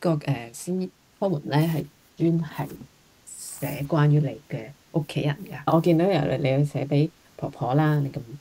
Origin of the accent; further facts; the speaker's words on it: Hong Kong; 你有冇一啲我哋香港人嘅啲報喜不報憂嘅嗰啲情況啊？